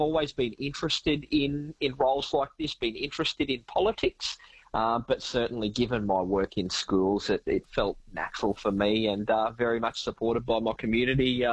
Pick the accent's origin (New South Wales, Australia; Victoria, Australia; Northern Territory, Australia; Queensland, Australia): Queensland, Australia; Look, I grew up in Division 1, growing up at Tamala, finished off primary school at Rolling Stone State School and then graduated high school at St. Anthony's in Jensen Derrigan there. So I really love our community.